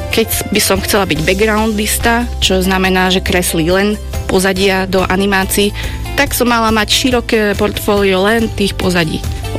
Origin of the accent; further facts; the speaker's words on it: Kokšov-Bakša, Košice Region, Slovakia; moved away as an adult; also born or lived in Bratislava / Canada; now in Pezinok, Slovakia; pochádzam z Košíc, narodila som sa v Košiciach, ale vyrastala som v Kokšov-Bakši, je to dedina pri Košiciach, to je moje detstvo. Odišla som v 19. na do Bratislavy